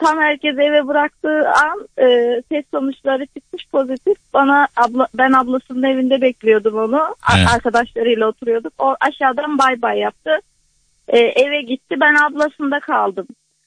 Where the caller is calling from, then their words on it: Adana, Turkey; Adana'dan arıyorum.